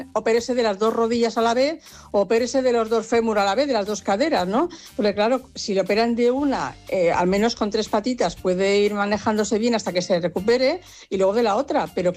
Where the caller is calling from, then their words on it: Cornellà, Catalonia, Spain; aquí de Cornellá.